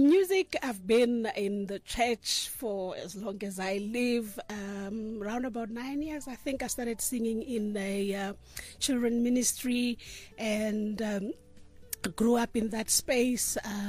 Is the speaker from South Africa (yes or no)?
yes; South Africa; moved away as an adult; also born or lived in Free State; now in Johannesburg, South Africa; I'm from Rotunda.